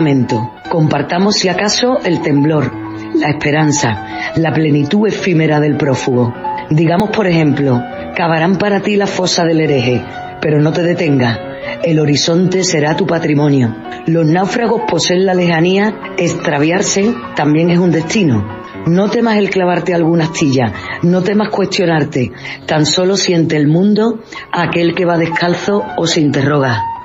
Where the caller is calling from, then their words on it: Cádiz, Andalusia, Spain; Yo soy bailadora de Cádiz, bailadora de España